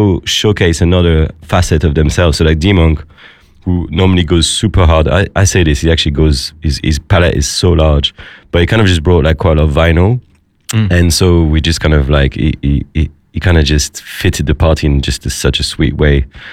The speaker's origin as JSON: {"language": "English", "town": "Paris", "region": "Île-de-France", "country": "France", "moved": "yes", "said": "another thing is like I'm from Paris, right, and I left Paris because I was kind of a bit bored with how cliquey things were."}